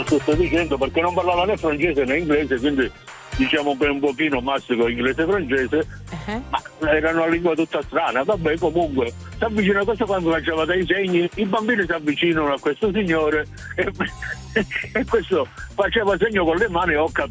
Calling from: Castrovillari, Calabria, Italy; Castrovilla, provincia di Cosenza, però mi trovo sulla Salerno Reggio, mi sto recando al lavoro.

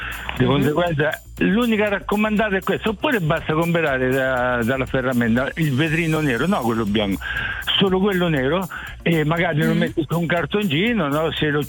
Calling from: Montefranco, Umbria, Italy; Montefranco, Terni.

